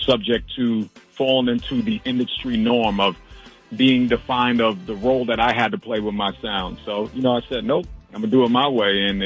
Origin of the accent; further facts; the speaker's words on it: New York, United States; I'm a New Yorker